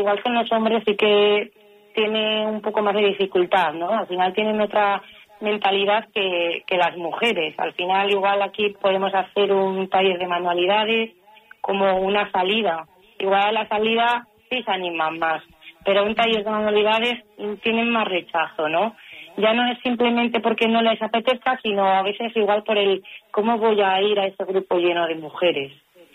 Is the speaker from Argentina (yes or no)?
no; Cantabria, Spain; yo, si te digo, soy de la zona del Besaya, vivo en Viérnoles.